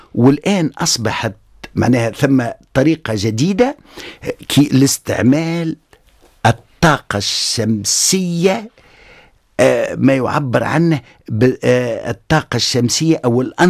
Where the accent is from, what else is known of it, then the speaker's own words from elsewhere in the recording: Tunisia; فمثال بسيط جدا يهمني، أنا ولد الشمال.